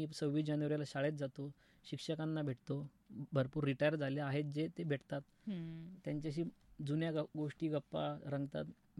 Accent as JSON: {"language": "Marathi", "town": "Ahmednagar", "region": "Maharashtra", "country": "India", "tie": "born or raised there", "said": "माझं बालपण भिंगारमध्ये गेलं मॅडम. भिंगारमध्ये आमचं बालपण गेलं. शिक्षण माझं नगरमध्ये झालं. भाऊसाहेब फिरोदे हायस्कूलमध्ये माझं शिक्षण झालं. आणि सगळा प्रवास माझा इथलाच आहे. म्हणजे बाहेरचं काही बॅकग्राऊंड नाही आमचं."}